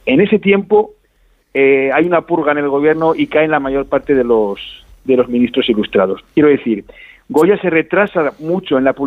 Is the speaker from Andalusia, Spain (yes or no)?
no; Aragon, Spain; siendo además aragonés, como os podéis imaginar